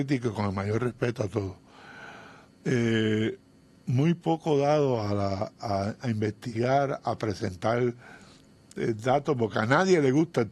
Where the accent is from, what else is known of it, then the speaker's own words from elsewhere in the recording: Ponce, Puerto Rico; Yo nací en Ponce.